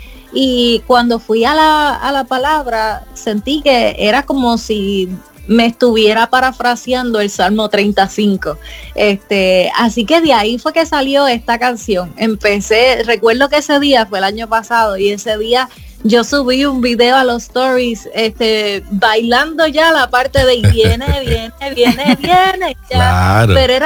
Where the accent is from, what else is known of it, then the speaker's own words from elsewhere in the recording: Puerto Rico; nosotros somos puertorriqueños y la iglesia de mi padre está ubicada en el pueblo de Gurabo.